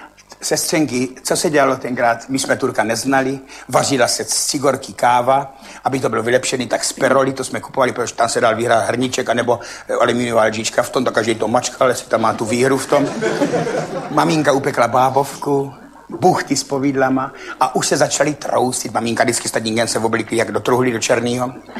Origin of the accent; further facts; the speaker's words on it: Řičmanice, South Moravian Region, Czechia; Tady jsem od Řicmanic a tatínek měl tatínka, mýho dědečka, který měl majetek.